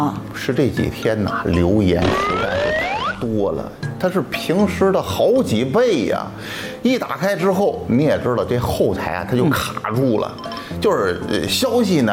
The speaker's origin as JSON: {"language": "Chinese", "town": "Xuzhou", "region": "Jiangsu", "country": "China", "said": "大家好，我是来自徐州的"}